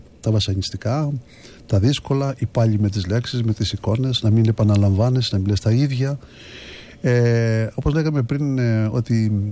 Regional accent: Anogeia, Crete, Greece; Γεννήθηκα στα Ανόγια της Κρήτης

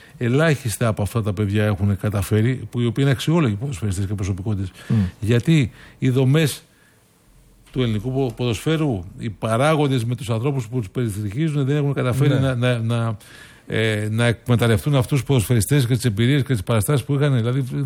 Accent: Greece; Μια μικρή χώρα είμαστε

